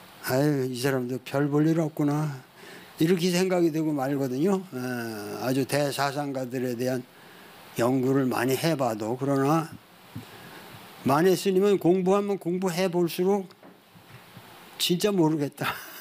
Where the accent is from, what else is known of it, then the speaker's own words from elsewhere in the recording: Cheonan, South Chungcheong, South Korea; born there; 제가 천안에서 태어났기 때문에 홍성 그러면 좀 친근감이 있어요.